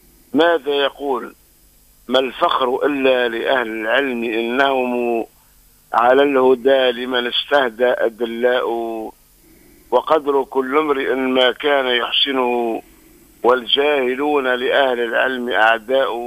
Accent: Tunisia; أن يجعل بلدنا تونس

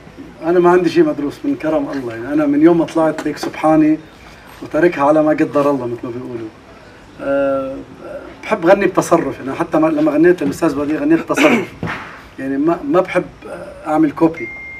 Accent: Lebanon; انا مواطن لبناني، هذا بلدي، هذا انا الوطن النهائي إلي، انا بدي اعيش فيه انا واولادي واولاد اولادي

